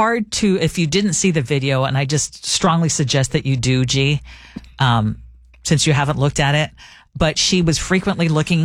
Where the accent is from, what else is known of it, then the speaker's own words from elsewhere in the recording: Eugene, Oregon, United States; My hometown of Eugene, Oregon, or yeah, one of my hometowns, I should say.